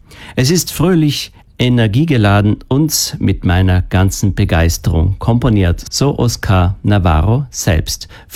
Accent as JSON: {"language": "German", "country": "Spain", "also_born_or_lived": "Catalonia", "said": "mit der ich versucht habe, mein Heimatland Spanien mit Katalonien zu verbinden, dem Bundesstaat, der während meines zweijährigen Aufenthalts dort einen bleibenden Eindruck in meinem Herzen hinterlassen hat."}